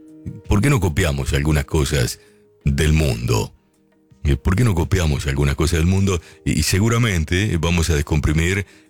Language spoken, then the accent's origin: Spanish; Argentina; todos los argentinos y aquellos que no lo son, pero que vinieron a buscar una posibilidad en mi país